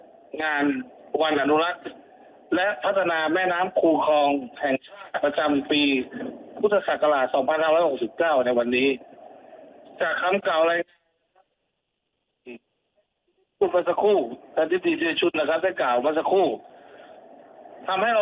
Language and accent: Thai; Chonburi, Thailand; moved away as an adult; now in Bangkok, Thailand; ผมเองอาจจะเป็นคนชลบุรีแต่มาอยู่กรุงเทพโดยนำลูกมาศึกษา